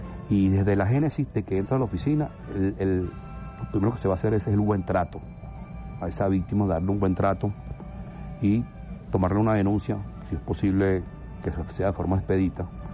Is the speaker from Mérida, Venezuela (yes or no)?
no; Caracas, Capital District, Venezuela; De Caracas, sí, señor.